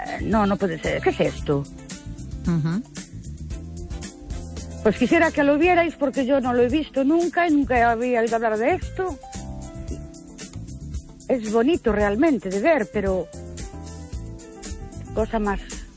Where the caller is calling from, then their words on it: Ourense, Galicia, Spain; Buenas noches … de Urense.